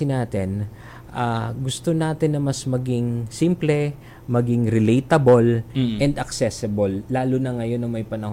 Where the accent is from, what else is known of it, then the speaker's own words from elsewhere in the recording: Masbate, Bicol Region, Philippines; Pareho pala tayong Bicolano.